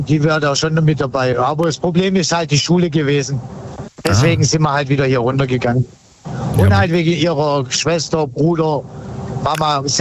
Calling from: Baden-Württemberg, Germany; Ich komme aus dem Kreis Tübingen.

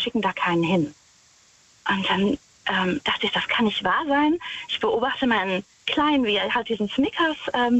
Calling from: Wittlich, Rhineland-Palatinate, Germany; Ich fahre gleich an der Abtei Himmerodt vorbei. Ich bin aus der Nähe von Wittlich.

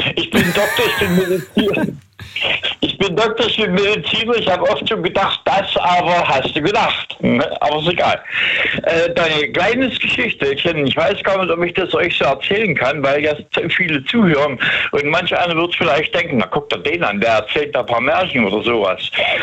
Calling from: Hesse, Germany; Ich bin jetzt hier in Hessen. In Langeneis, das ist eine kleine Stadt, bei Frankfurt.

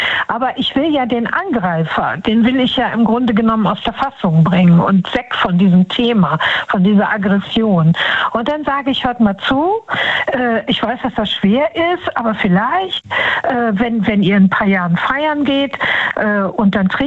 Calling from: Düsseldorf, North Rhine-Westphalia, Germany; Düsseldorf.

